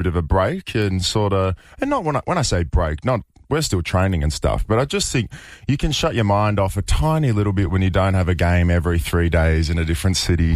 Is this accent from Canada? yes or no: no; Australia; now in United States; As an Australian person, of course I know what it means, yes.